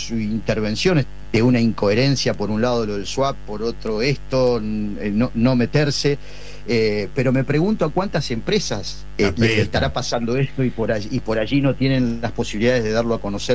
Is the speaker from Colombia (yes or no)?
no; Argentina